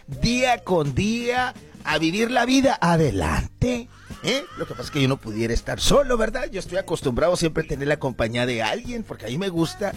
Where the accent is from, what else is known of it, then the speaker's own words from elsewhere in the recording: Badiraguato, Sinaloa, Mexico; Yo soy de Badiraguato, mija